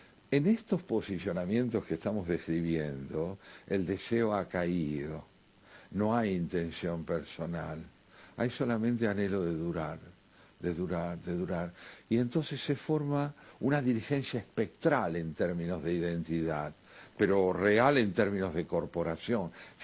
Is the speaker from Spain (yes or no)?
no; Argentina